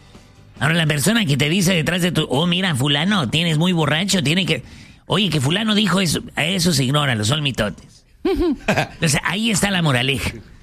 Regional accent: Ciudad Obregón, Sonora, Mexico; Yo soy de Ciudad Obregón

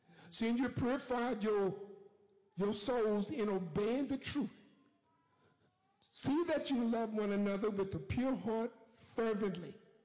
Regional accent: Huntsville, Texas, United States; born there

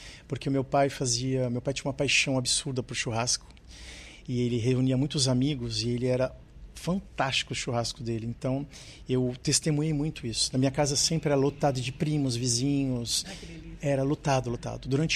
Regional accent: Santos, São Paulo, Brazil; moved away as an adult; Eu nasci na cidade de Santos e eu morei lá somente até os 21 anos. Eu saí do Brasil com 19, eu fiz um intercâmbio no estrangeiro, na Inglaterra, numa casa de família. E quando eu voltei, eu falei assim, eu não fico aqui. Era em 96, 98. Então, eu nasci em Santos e fiquei pouco

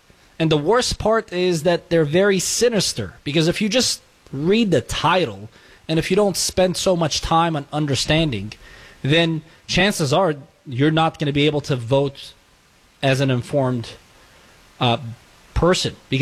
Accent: California, United States; I believe, as a Californian, the we hit that ship.

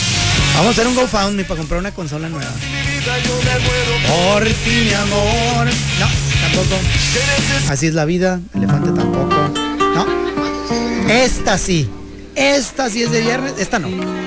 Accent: Mexico

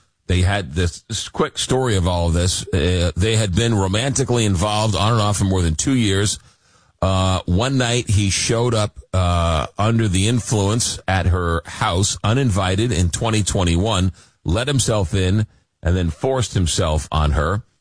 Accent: Long Island, New York, United States; But over the weekend, growing up in Long Island, New York, as kids, we would always go to the Hamptons.

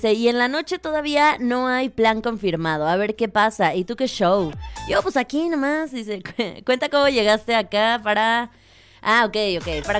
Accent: San Luis Potosí, Mexico; yo iba llegando a San Luis. Hace 3 meses que llegué a San Luis. Yo soy potosina. Yo soy de San Luis Potosí. Yo soy de San Luis Potosí. Yo soy de San Luis Potosí, pero estuve un año trabajando fuera.

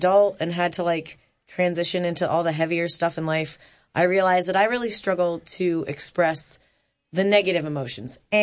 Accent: Rhode Island, United States; I grew up in Rhode Island, and my friend Denise would come over

